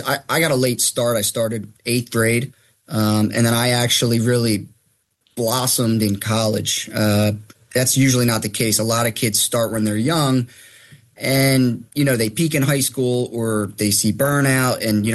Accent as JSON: {"language": "English", "town": "Norristown", "region": "Pennsylvania", "country": "United States", "tie": "born or raised there", "said": "Yeah, so I grew up in Montgomery County. I'm from Norristown. I went to Norristown High School."}